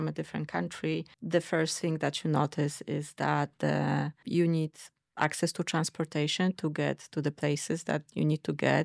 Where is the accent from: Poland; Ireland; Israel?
Poland; now in Austin, United States; I moved to Austin in 2019 from Poland.